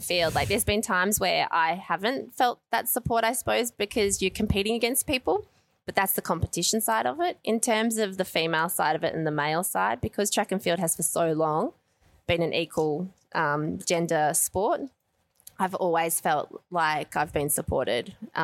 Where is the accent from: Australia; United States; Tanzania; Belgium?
Australia; I come from Australia where we're very big on making sure that in each event we support females and males.